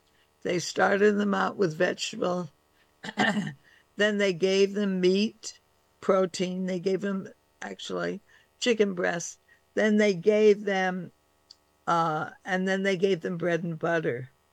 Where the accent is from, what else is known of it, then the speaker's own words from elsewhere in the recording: California, United States; now in East Coast, United States; But it's interesting because I was brought up in California. We always ate salad first. Always. And then I moved to the East Coast